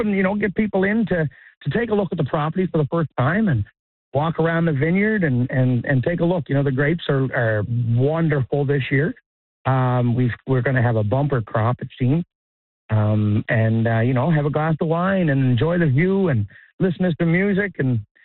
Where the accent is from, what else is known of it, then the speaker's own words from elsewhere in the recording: Prince Edward Island, Canada; I'm from Prince Edward Island myself